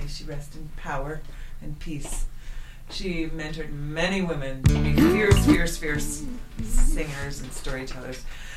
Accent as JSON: {"language": "English", "town": "Nelson", "region": "British Columbia", "country": "Canada", "said": "I'm from Nelson"}